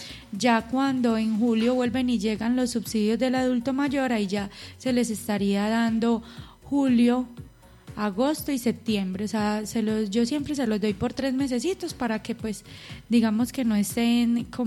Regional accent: Antioquia, Colombia

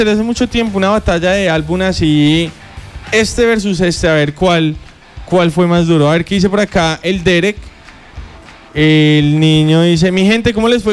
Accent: Colombia; como colombianos, tenemos que ayudar a los demás colombianos

